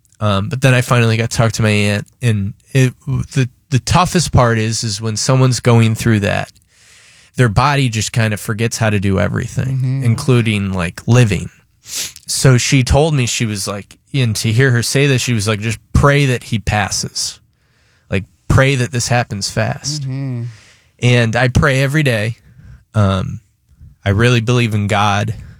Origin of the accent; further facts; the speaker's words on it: Michigan, United States; when I grew up in Michigan, I went to college when I was 17 years old in Chicago, and I obviously was very homesick.